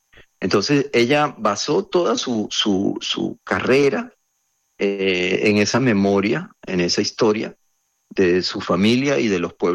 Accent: Cartagena, Bolívar, Colombia; also born or lived in Bogotá; Yo nací, crecí en Cartagena y muy jovencito yo quería estudiar la música.

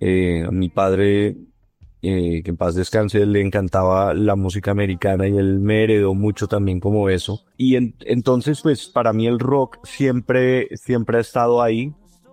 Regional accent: Colombia; uno siendo colombiano

